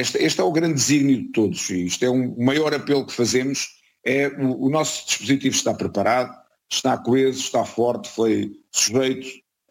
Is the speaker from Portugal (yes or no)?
yes; Portugal; enquanto cidadãos, enquanto portugueses